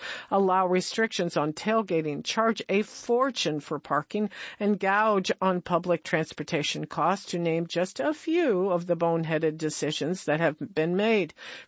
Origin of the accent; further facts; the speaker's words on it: United States; I'm sad to say that I will not be attending the 2026 World Cup in my home country, though.